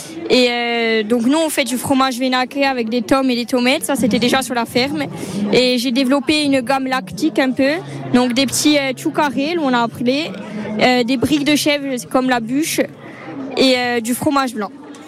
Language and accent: French; Corsica, France; born there; also born or lived in Pau / Aurillac; je suis partie de Corse car mon père m'a encouragée à partir voir ailleurs tout d'abord.